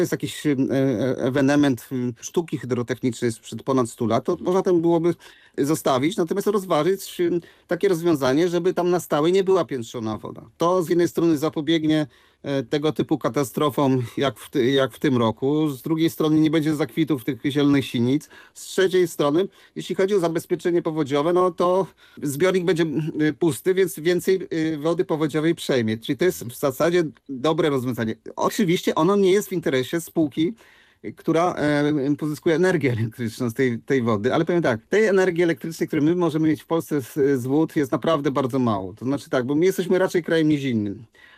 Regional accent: Wrocław, Lower Silesian Voivodeship, Poland; Ja akurat jestem z Wrocławia w 97 roku

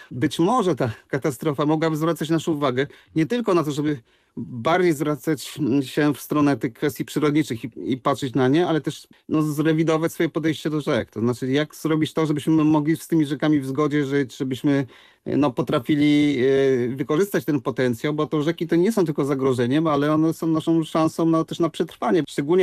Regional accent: Wrocław, Lower Silesian Voivodeship, Poland; Ja akurat jestem z Wrocławia w 97 roku

